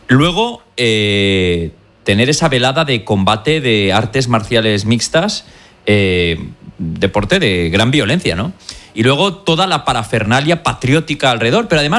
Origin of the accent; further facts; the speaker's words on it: Valencian Community, Spain; Yo tengo que decir, como valenciano que soy